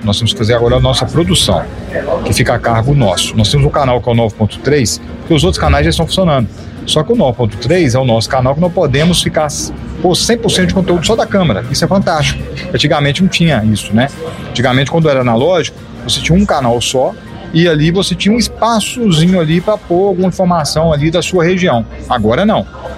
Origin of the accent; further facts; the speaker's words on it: Minas Gerais, Brazil; Eu falo que, como bom mineiro, a gente trabalha devagar, mas acima de tudo com serenidade.